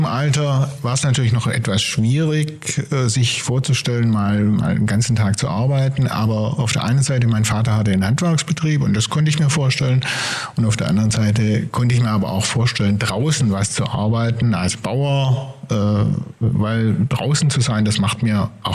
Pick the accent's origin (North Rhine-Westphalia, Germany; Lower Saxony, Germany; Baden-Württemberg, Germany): Baden-Württemberg, Germany; Geislingen an der Steige; Ich bin nämlich in Geislingen aufgewachsen.